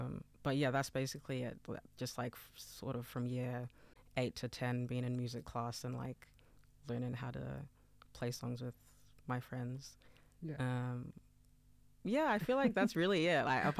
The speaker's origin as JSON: {"language": "English", "town": "Canberra", "region": "Australian Capital Territory", "country": "Australia", "tie": "born or raised there", "moved": "as an adult", "lives_now": "Sydney, Australia", "said": "So I'm 24. I grew up in Canberra. I moved to Sydney like 3 years ago, mm-hmm. 3 or 4 years ago."}